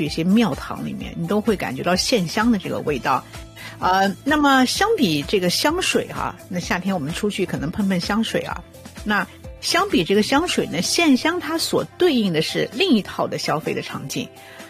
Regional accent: China

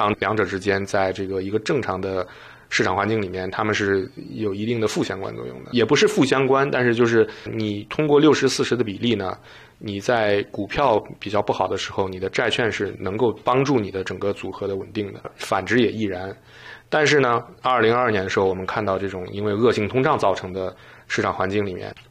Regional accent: Canada; 咱们加拿大人

